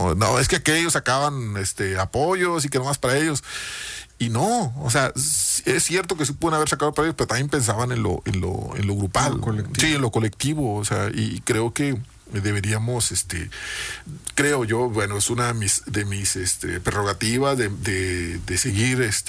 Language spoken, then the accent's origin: Spanish; Abasolo, Tamaulipas, Mexico; born there; also born or lived in Jico; nosotros cuando vinimos de Jico, vinimos buscando tierra, llegamos al municipio de Abasolo, a particularmente elegido Las Delicias.